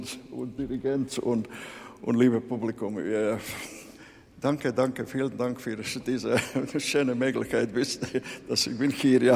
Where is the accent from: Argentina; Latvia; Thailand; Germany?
Latvia; Aizpute, South Kurzeme Municipality; born there; German is a second language; Gestern war in meinem Geburtsort in Lettland ein kleines Städtchen Aizputte, wo war ein fantastisches Konzert